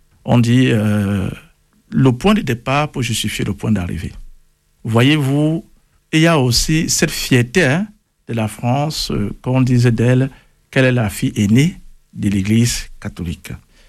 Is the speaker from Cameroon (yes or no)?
yes; Cameroon; Et comme il vient de dire, chez nous, au Cameroun, aujourd'hui, c'est férié.